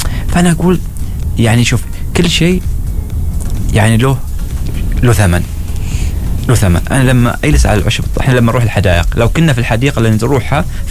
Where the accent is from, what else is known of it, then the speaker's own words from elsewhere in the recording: Oman; احنا حبنا للطبيعه احنا كعمانيين هو الاساس